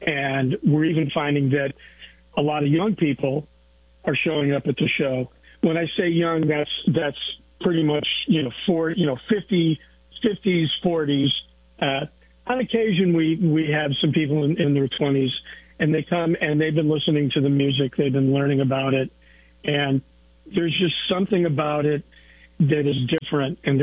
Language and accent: English; Madison, Wisconsin, United States; I grew up in Madison. It's not where I was born, but I consider that to be one of my two hometowns, and it's the hometown that I'm probably most proud